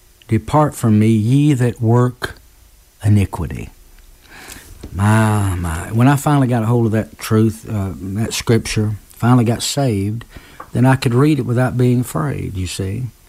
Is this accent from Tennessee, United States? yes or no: yes; Tennessee, United States; now in Milton, Florida, United States; I grew up in Tennessee